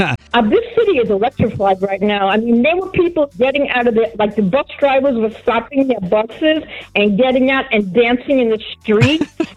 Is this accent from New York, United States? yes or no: yes; Queens, New York, United States; I'm from Queens.